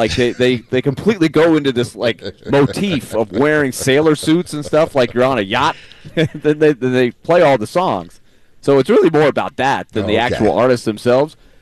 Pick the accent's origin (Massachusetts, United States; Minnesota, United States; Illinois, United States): Massachusetts, United States; Boston; born there; I was born in Boston back in the day.